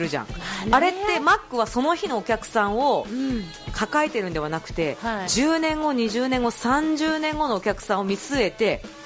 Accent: Uchinada, Ishikawa, Japan; 私たちあの石川県河北郡内灘町の出身なんで

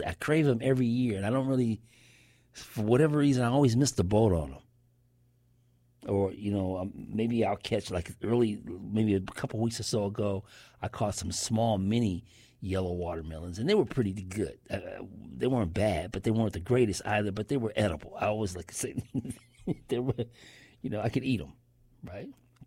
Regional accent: San Francisco, California, United States; born or raised there

